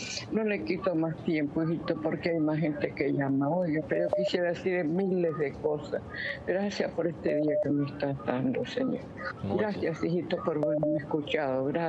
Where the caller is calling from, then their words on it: Estelí, Nicaragua; Llamo de Nicaragua, Estelí.